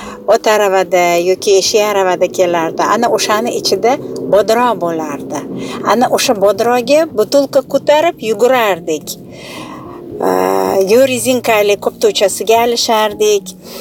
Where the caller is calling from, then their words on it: Tashkent, Uzbekistan; Toshkentdan.